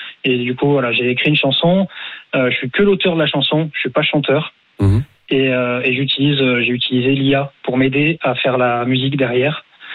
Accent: Mont-de-Marsan, Nouvelle-Aquitaine, France; Je suis originaire de Mont-de-Marsan, dans le sud-ouest de la France.

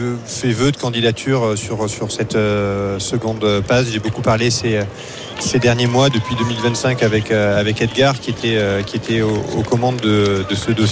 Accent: Pyrenees, France; now in Haute-Savoie, France; je suis originaire des Pyrénées, donc ne va pas dire sur mes terres, sinon je vais me fâcher.

